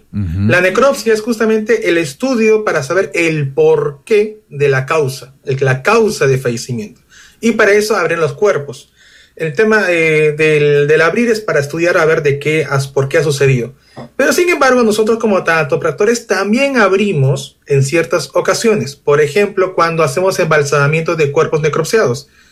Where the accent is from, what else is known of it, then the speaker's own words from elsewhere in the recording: Peru; soy tanatopraxólogo y soy de Perú.